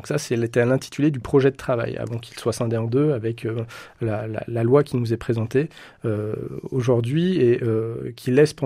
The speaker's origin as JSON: {"language": "French", "town": "Saint-Étienne", "region": "Auvergne-Rhône-Alpes", "country": "France", "tie": "born or raised there", "said": "Alors moi je suis un pur produit stéphanois, je suis né à Saint-Étienne, j'ai fait mes études à Saint-Étienne et j'exerce en tant qu'avocat pénaliste à Saint-Étienne."}